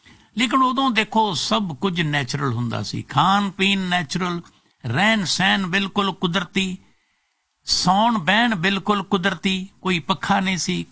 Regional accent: Punjab, India; ਵੈਸੇ ਮੇਰਾ ਬਚਪਨ ਜਿਹੜਾ ਸਾਰਾ ਉਹ ਬੀਤਿਆ ਮਾਲਵੇ ਚ, 23-24 ਸਾਲ ਦਾ ਮੈਂ ਮਾਲਵੇ ਚ ਸੀ। ਫਿਰ ਜਦੋਂ ਨੌਕਰੀ ਲੱਗੀ ਨਾ ਫਿਰ ਮੈਂ ਮੱਝ ਚ ਆਇਆ ਨੌਕਰੀ।

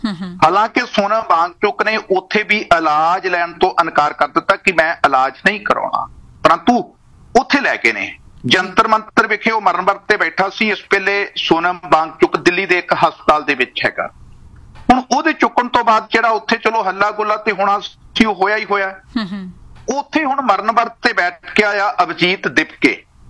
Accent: Punjab, India; ਅਸੀਂ ਪੰਜਾਬ ਦੇ ਲੋਕਾਂ ਨੇ 125 ਦਿਨ ਦੀ ਭੁੱਖ ਹੜਤਾਲ ਵੀ ਵੇਖੀ ਹੈ

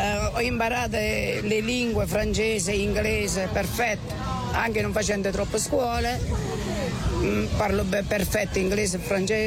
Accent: Sepino, Molise, Italy; Io sono molisana, molisana, io vengo da... Esatto. Sto vicino, il mio paese si chiama Sepino.

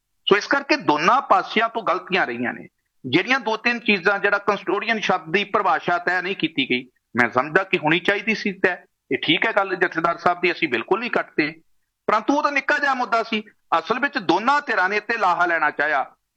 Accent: Punjab, India; now in Canada; ਅੱਜ ਅਸੀਂ ਕੈਨੇਡਾ ਦੀ ਧਰਤੀ ਤੇ ਬੈਠੇ ਹਾਂ ਜਾਂ ਪੰਜਾਬ ਚੋਂ ਅਸੀਂ ਪੰਡ ਗਏ ਸੀ

